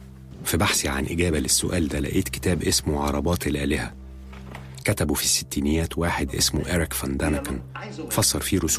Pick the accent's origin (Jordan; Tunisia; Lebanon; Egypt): Egypt; born there; أنا اتولدت في مصر في ملتقى طرق ما بين ثقافتين، ثقافة العربي المسلم وتاريخ مصر القديمة.